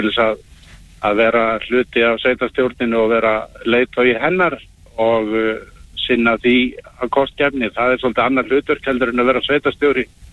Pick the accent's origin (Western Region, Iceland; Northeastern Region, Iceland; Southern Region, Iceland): Western Region, Iceland; Hvalfjarðarsveit; Þetta mín heimasveit og ég hafði bara metnað fyrir því að fara og bjóða mig fram mína krafta í minni heimasveit